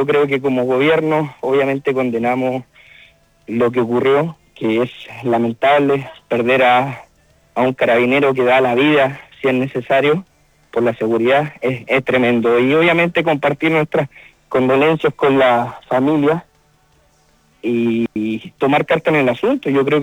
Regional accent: Chile

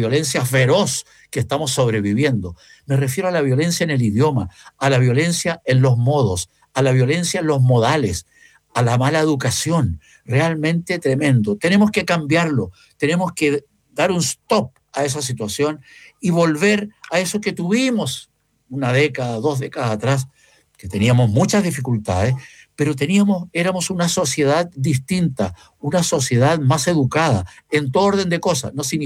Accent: Portezuelo, Ñuble, Chile; en el campo donde yo nací y donde viví, en Portezuelo

